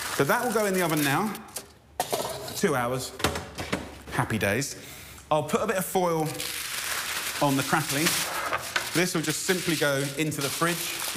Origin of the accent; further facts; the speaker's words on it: United Kingdom; I think the interesting thing for me as a British boy is I didn't really grow up knowing anything about Mexican food.